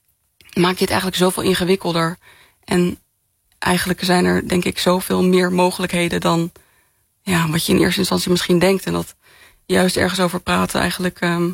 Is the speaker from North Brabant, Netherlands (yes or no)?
no; Arnhem, Gelderland, Netherlands; Ik kom zelf uit Arnhem. Ik heb wel familie ook in Twente